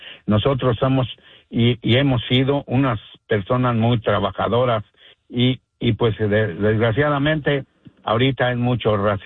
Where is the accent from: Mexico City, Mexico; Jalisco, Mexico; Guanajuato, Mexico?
Guanajuato, Mexico; Celaya; now in Lake Forest, United States